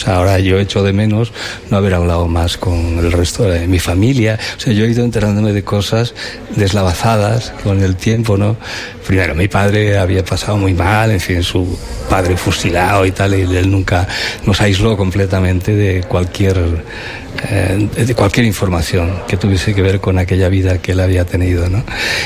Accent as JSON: {"language": "Spanish", "town": "Pamplona", "region": "Navarre", "country": "Spain", "tie": "born there", "said": "Nací en Pamplona en el 69, ¿no?"}